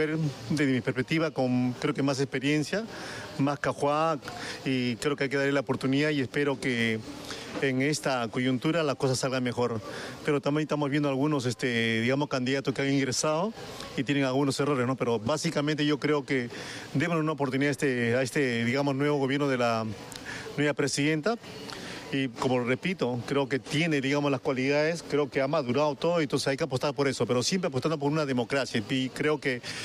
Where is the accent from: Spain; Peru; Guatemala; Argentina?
Peru